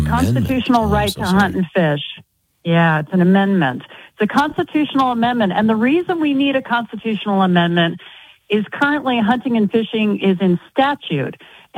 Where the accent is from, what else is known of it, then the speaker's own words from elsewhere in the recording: Gunnison County, Colorado, United States; I'm from Gunnison County